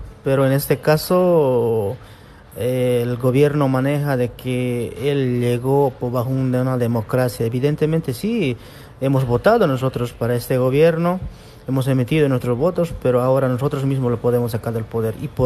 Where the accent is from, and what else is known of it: Cochabamba, Bolivia